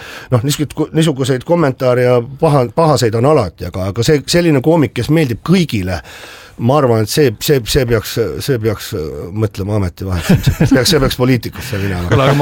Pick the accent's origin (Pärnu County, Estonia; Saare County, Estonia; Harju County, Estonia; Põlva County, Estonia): Harju County, Estonia; born there; et ma olen ju seal Hiiu pubi vastas on Lillepoekane kohaline maja, see on minu sünnikodu seal.